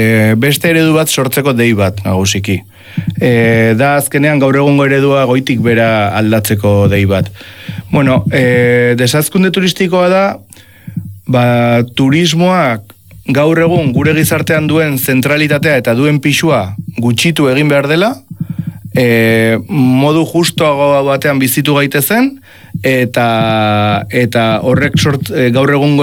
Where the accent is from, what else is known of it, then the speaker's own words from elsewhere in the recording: Southern Basque Country, Spain; hemen Ego Euskal Herriko biztanlei etzigun hainbeste eragin